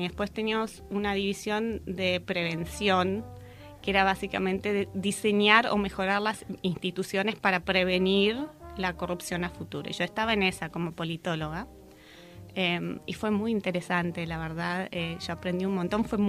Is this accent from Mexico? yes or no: no; Bariloche, Río Negro, Argentina; moved away as an adult; also born or lived in Boston / Buenos Aires; now in North Carolina, United States; Yo soy de Bariloche, viví ahí hasta los 18 años, después me fui unos 9 meses a vivir a Boston con amigos antes de empezar la facu.